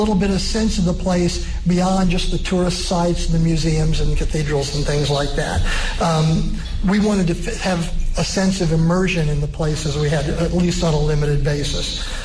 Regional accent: Huntingburg, Indiana, United States; now in Evansville, United States; when I was a kid growing up in Huntingburg

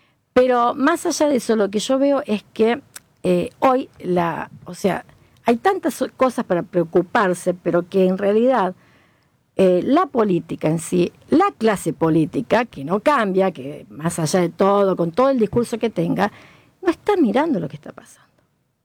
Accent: Argentina; Bueno, ahora te voy a decir algo. Tenemos, somos argentinos.

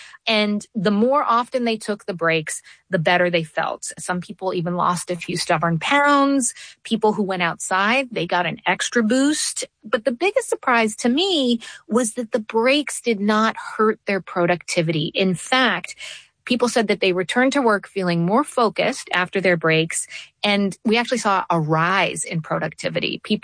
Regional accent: New York, United States; let me tell you, as a New Yorker, that is very slow.

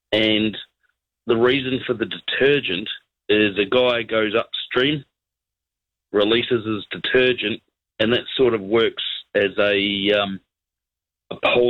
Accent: New Zealand; Never done white baiting, but growing up in New Zealand, there's a couple of things I want to chuck at you.

